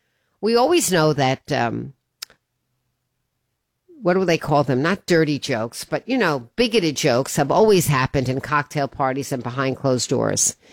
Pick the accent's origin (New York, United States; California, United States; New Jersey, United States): New York, United States; Woodmere; now in Westport, United States; also from my hometown, from Woodmere